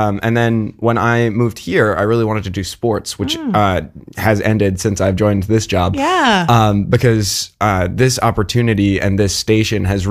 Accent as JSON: {"language": "English", "town": "Fishers", "region": "Indiana", "country": "United States", "said": "I'm from Fishers, Indiana."}